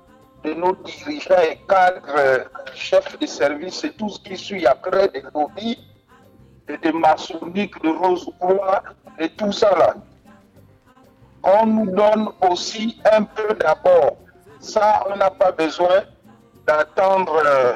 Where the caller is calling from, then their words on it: Gabon; nous, les citoyens, que nous sommes gabonais.